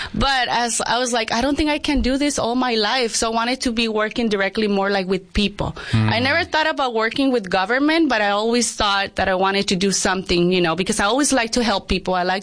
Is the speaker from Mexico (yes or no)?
yes; Mexicali, Baja California, Mexico; The only thing I can remember is the sun. It was super hot, but it was fun. Now it's a big city.